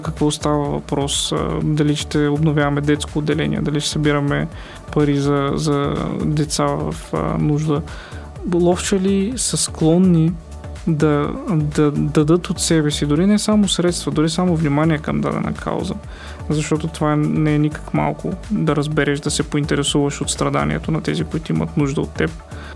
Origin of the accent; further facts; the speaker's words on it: Lovech, Lovech Province, Bulgaria